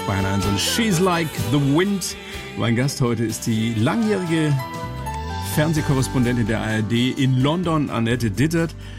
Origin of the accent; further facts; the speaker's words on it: Weiden, Bavaria, Germany; Und meine Heimatstadt Weiden natürlich.